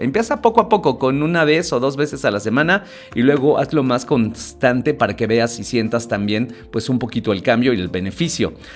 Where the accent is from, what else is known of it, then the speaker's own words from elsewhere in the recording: Mexico; Nosotros, como buenos mexicanos, que nos encanta hacer sobremesa